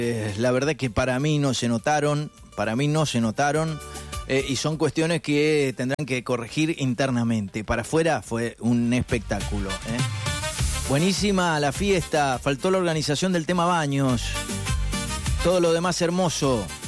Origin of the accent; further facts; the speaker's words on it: General Alvear, Mendoza, Argentina; born there; Yo me encontré con gente que no veía de mi adolescencia en Alvear